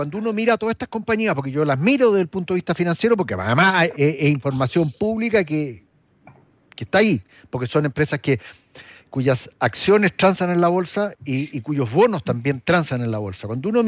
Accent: Chile; nosotros los chilenos, que somos los dueños

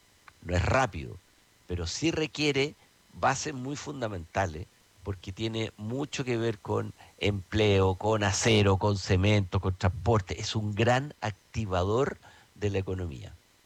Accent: Chile

